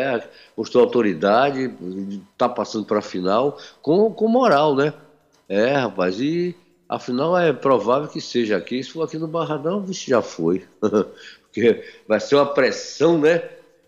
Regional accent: Bahia, Brazil; Eu sou baiano, mas sou profissional acima de tudo

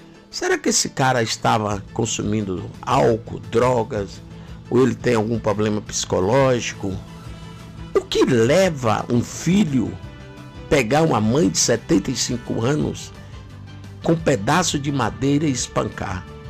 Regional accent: Eunápolis, Bahia, Brazil; also born or lived in Guaratinga; minha cidade natal. Fico triste também, saí de Guaratinga, eu tinha vindo de berço, né? Vim de berço para Eunápolis

